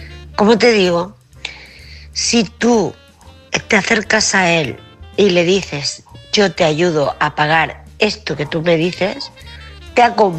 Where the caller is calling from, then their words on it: Murcia, Region of Murcia, Spain; de Murcia.